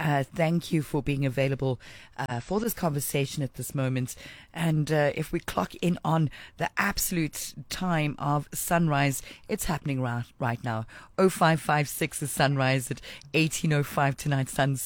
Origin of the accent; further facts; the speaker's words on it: South Africa; That's what makes us so proudly beautiful South African.